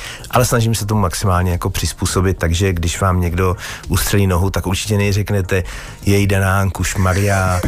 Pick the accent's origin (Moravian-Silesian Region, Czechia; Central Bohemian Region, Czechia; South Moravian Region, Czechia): Moravian-Silesian Region, Czechia; Já jsem z Bruntálska, takže u nás se samozřejmě mluvím sprostě. Taky jsem studoval v Opavě, působil jsem v Ostravě